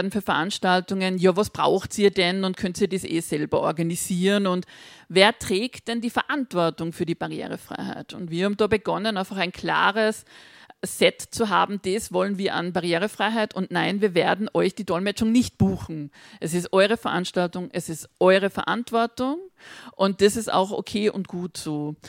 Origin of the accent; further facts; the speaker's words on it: Salzburg, Austria; Angeschasselt werden, gibt es auch im Pinzgerischen, wo ich herkomme, ist gute Worte haben wir im Dialekt.